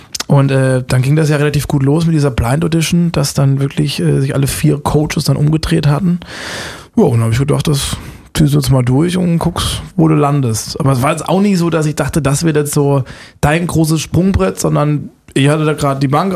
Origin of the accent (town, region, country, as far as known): Busenbach, Baden-Württemberg, Germany; born or raised there